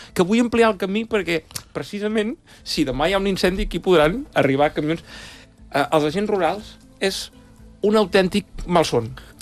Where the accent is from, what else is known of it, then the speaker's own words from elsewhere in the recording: Banyoles, Catalonia, Spain; Jo sóc de Banyoles, i a Banyoles hi ha demanda per fer vinya, i no s'autoritza terreny per fer vinya.